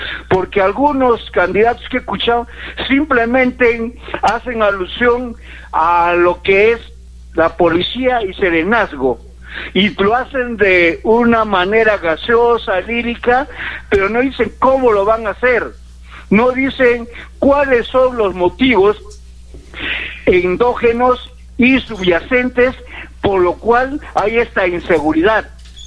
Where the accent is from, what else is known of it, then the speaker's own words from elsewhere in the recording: Arequipa, Peru; yo siempre que llego acá a mi tierra, Arequipa, lo primero que hago es prender la emisora de Radio Más